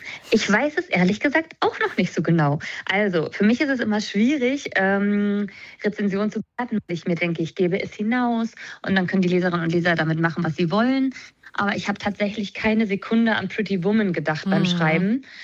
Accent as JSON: {"language": "German", "region": "Lusatia", "country": "Germany", "said": "Also ich komme ja aus der Lausitz und Michelles Welt ist mir eher vertraut."}